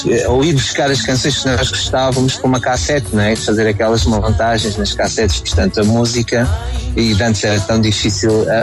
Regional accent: Póvoa de Varzim, Porto, Portugal; Nessa altura eu nasci no Porto, mas fui morar para a Póvoa de Varzim aos 12 e foi aí que comecei a tocar.

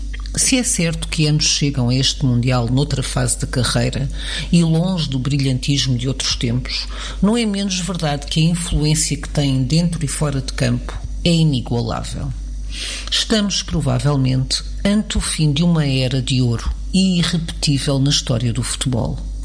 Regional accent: Portugal; eu que sou portuguesa, mas tenho na Argentina uma paixão antiga

